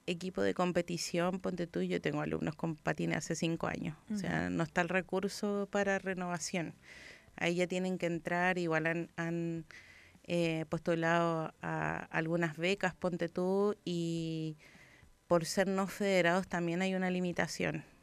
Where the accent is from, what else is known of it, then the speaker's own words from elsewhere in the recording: Chile; porque no se tiene que notar que somos de Chile.